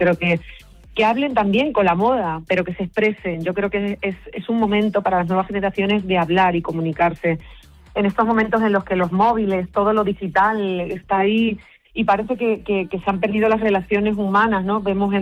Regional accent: Community of Madrid, Spain; voy a estar en mi tierra, voy a estar en Madrid

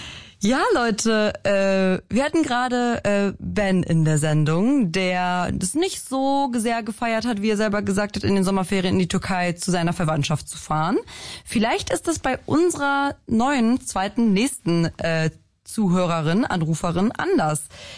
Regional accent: Greater Poland, Poland; Wir kommen so aus Wielkopolska, das ist so im Westen, bisschen Norden und du bist in so 2 Stunden an der Ostsee.

